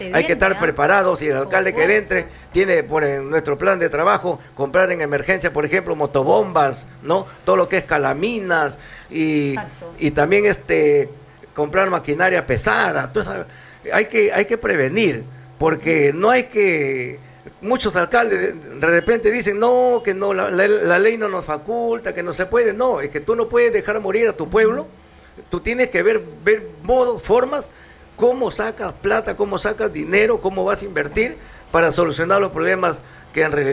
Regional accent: Túcume, Lambayeque, Peru; nuestro pueblo de Túcume

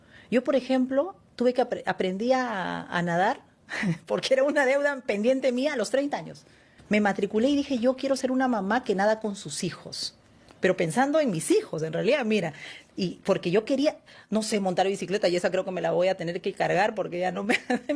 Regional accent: Ancash, Peru; Yo vengo de una familia de La Puna, ¿no?, de 4.000 metros de altura, gente dedicada a la agricultura, de abuelitos que, como mucha gente que está ahorita que no fue a la escuela nunca, mis papás hicieron cuarto de primaria, ¿no?

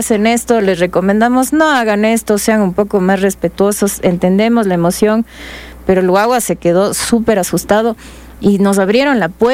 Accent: Ecuador

